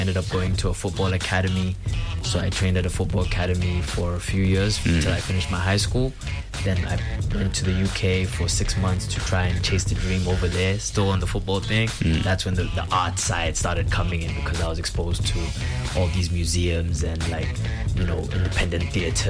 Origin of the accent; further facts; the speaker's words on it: Gaborone, South-East District, Botswana; Okay, I grew up in Bots. I grew up in Gabs. I was born in, you know, private hospital. And I went to Thornhill Primary School.